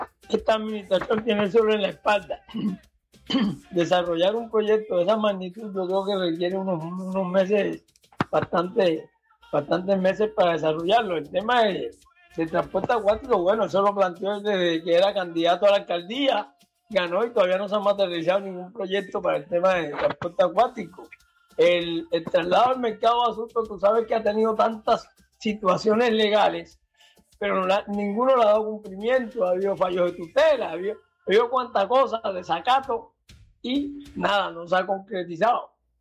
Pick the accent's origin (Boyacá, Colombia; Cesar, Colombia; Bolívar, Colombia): Bolívar, Colombia; Cartagena; siendo cartageneros